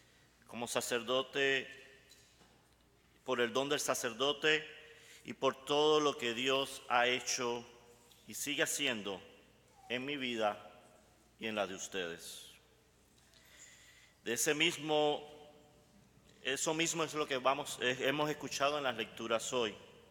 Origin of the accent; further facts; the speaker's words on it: Camagüey, Cuba; also born or lived in Maryland / Washington D.C. / Colorado; now in United States; soy originalmente de Camagüey, llegué a Estados Unidos en el 2003, he vivido en diferentes lugares en Estados Unidos, en Maryland, en Washington D.C. y actualmente en Colorado.